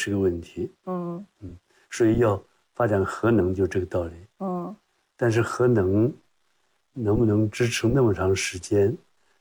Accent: Nanyang, Henan, China; moved away; 因为我们生在1938年，抗日战争。我为什么会生在南阳呢？就是逃日本。

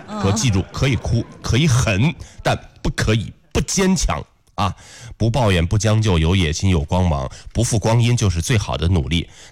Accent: Dengfeng, Henan, China; 我掐指一算啊，说这个啊，原来是俺老家登封小县在下雨

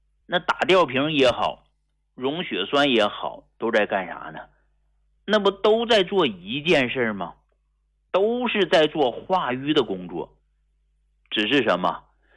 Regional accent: Hegang, Heilongjiang, China; born there; 你像我出生在黑龙江鹤岗这么个地儿啊

